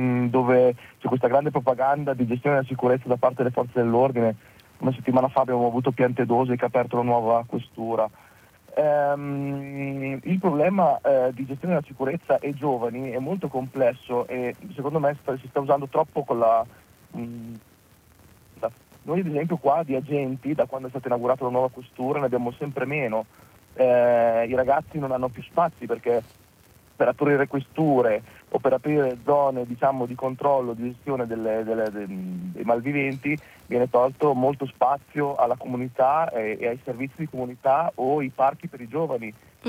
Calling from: Bologna, Emilia-Romagna, Italy; io sono di Bologna.

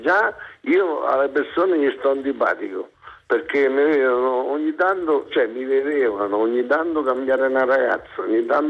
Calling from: Marche, Italy; Vicino Macerata.

